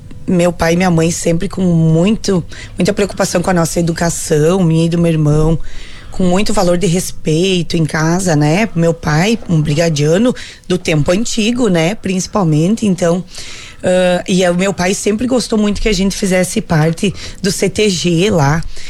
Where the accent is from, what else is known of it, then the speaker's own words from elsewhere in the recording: Santiago, Rio Grande do Sul, Brazil; moved away as an adult; Eu sou natural de Santiago, né? Passei minha infância, adolescência, até aos 25 anos, 26 anos lá, né? Com a minha família, saí um tempo, voltei